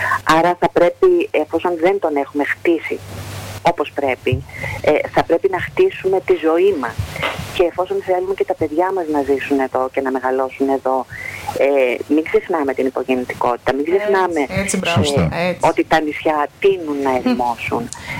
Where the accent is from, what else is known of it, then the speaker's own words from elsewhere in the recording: Zygovisti, Peloponnese, Greece; now in Cyclades, Greece; το χωριό μου λέγεται Ζυγοβίστη. Είναι από το Ζύγο και τη Βίτσα.